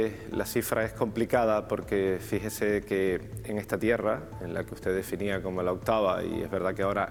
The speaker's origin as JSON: {"language": "Spanish", "region": "Canary Islands", "country": "Spain"}